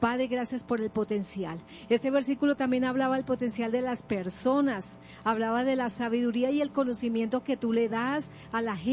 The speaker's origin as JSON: {"language": "Spanish", "country": "Colombia", "said": "nosotros somos como colombianos"}